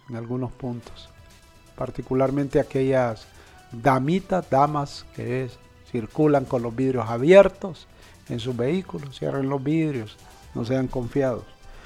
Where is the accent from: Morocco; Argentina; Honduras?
Honduras